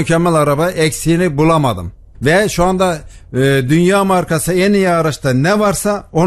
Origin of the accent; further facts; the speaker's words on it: Tarsus, Mersin, Turkey; born there; 1970 doğumlu, Tarsus doğumluyum.